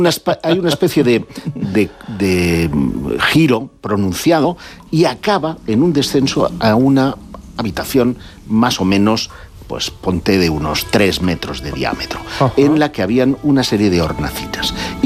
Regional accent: Terrassa, Catalonia, Spain; En mi ciudad de origen, en Tarrasa, está uno de los conjuntos monumentales románicos más importantes de todo el país.

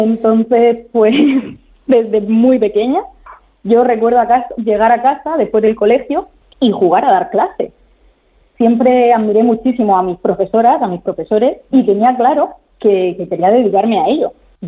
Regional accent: Campos del Río, Region of Murcia, Spain; Mira, pues nosotros somos de Campos del Río, un pequeño pueblo de la región de Murcia, con mucho encanto.

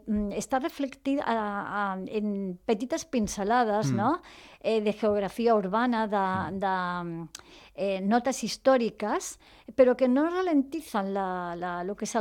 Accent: Barcelona, Catalonia, Spain; primer perquè sóc de Barcelona, i jo volia que Barcelona fos un personatge més de la novel·la

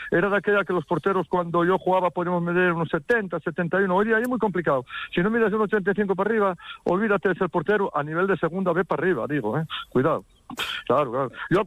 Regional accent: Turón, Asturias, Spain

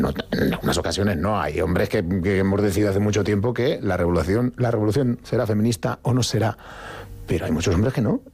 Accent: Getafe, Community of Madrid, Spain; born or raised there

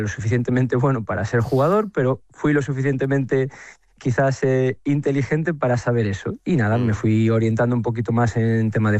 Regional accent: Ourense, Galicia, Spain; also born or lived in A Coruña; now in Istanbul, Turkey; Eso es, yo es que soy de Ourense, como tú has dicho, pero yo me voy a estudiar la universidad

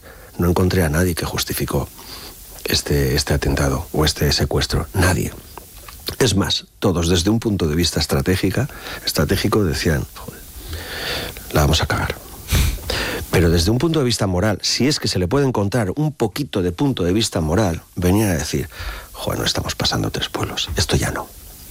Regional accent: Irun, Basque Country, Spain; Yo soy de Irún, soy del 67, la misma edad que Miguel Ángel.

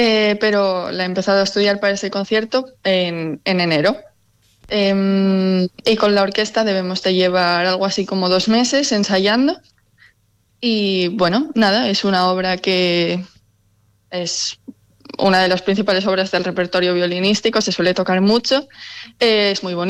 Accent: Luanco, Asturias, Spain; la Escuela de Música del Luango, de mi pueblo

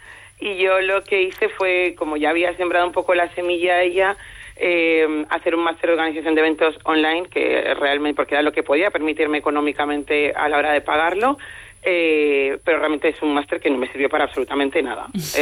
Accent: Arnedo, La Rioja, Spain; born there; also born or lived in Colombia; Yo llegué a Arnedo, estudié allí y posteriormente me fui a Logroño, bueno, me vine a Logroño para ir a la universidad.

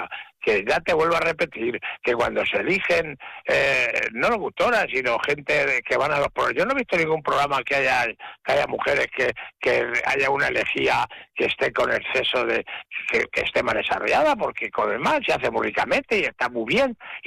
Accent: Spain; Yo soy español

